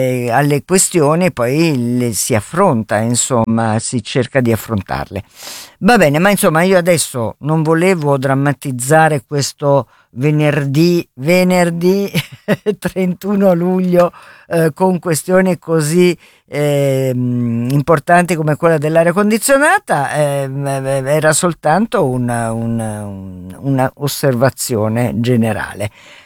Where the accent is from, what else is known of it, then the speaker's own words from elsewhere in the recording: Southern Italy, Italy; born there; moved away; also born or lived in Amalfi Coast / Stromboli; io sono terrona e ho vissuto la mia infanzia al mare